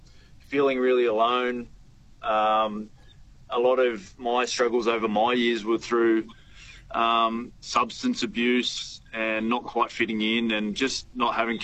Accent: Albury, New South Wales, Australia; growing up around Albury

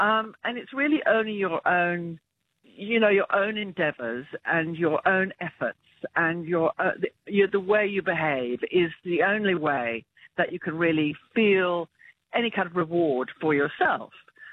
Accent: England, United Kingdom; now in Australia; I grew up in England, so I didn't grow up particularly with skincare protocols, so I'm not the best at looking after my skin.

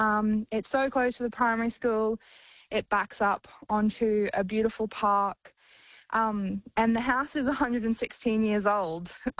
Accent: Malanda, Queensland, Australia; So I was born and raised in Malanda. It's my hometown. My family's been here for ages.

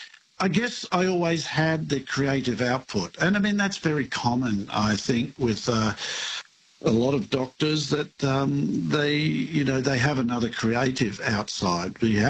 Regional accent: Rockhampton, Queensland, Australia; born there; and I was born in Rockhampton in Queensland.

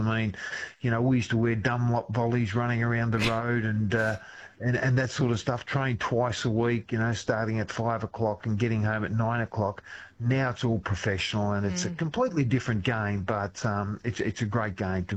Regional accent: Maffra, Victoria, Australia; I grew up on a dairy farm just out of Maffra and had four sisters.

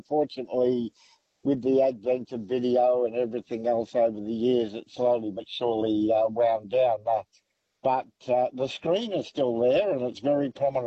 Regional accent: Derby, East Midlands, United Kingdom; but Derby had the outdoor picture garden.

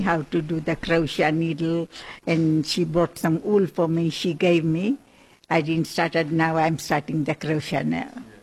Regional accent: Lautoka, Western Division, Fiji; born there; moved away; born in La Tolka.

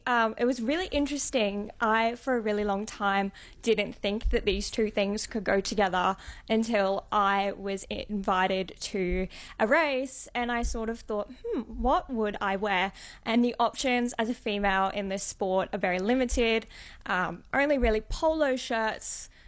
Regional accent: Australia; Being an Australian fan is very interesting. We're up almost every Sunday night between the hours of like 12 a.m. till 2 a.m. trying to watch the races.

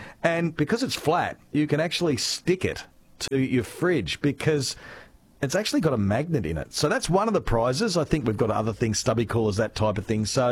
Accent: South Australia, Australia; but only because I was brought up in South Australia.

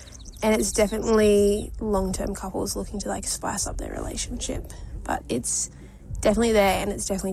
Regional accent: Australia; I grew up in a very rural, remote town

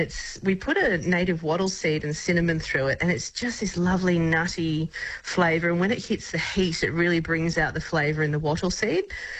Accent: Melbourne, Victoria, Australia; now in Nyngan, Australia; I grew up down in Melbourne

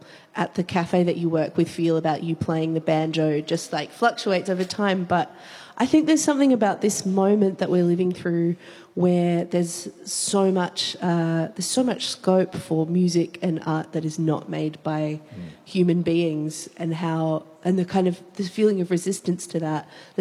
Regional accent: Castlemaine, Victoria, Australia; We'll play a song called … which is about my Elsie in my hometown of Castlemaine, the experience of moving back to your hometown in lockdown

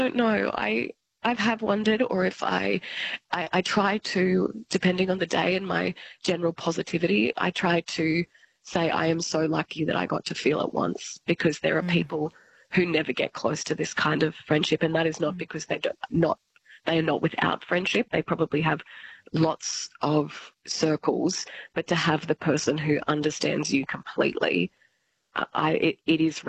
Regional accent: Albury, New South Wales, Australia; In Albury-Wodonga, so I'm from Albury, yes.

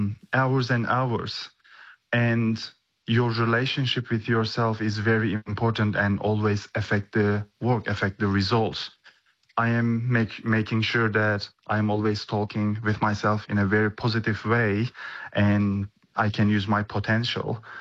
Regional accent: Turkey; now in Australia; I grew up in Mediterranean Sea, and it's so colorful. It's beautiful.

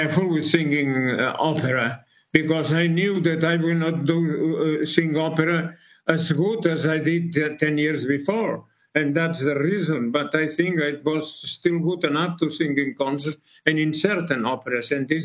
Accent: Barcelona, Catalonia, Spain; English is a second language; When I was 11, I was singing in our opera house in Barcelona, my hometown

